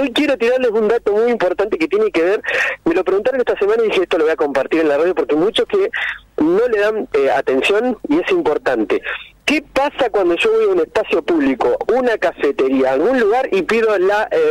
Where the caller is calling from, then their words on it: Villa Berthet, Chaco, Argentina; La provincia del Chaco, en un pueblo llamado Villa Bertet, pero ahora nos fuimos al campo